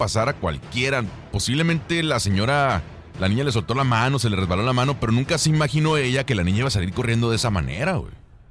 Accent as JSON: {"language": "Spanish", "region": "Chihuahua", "country": "Mexico", "moved": "yes", "said": "que soy de Chihuahua, también allá es igual."}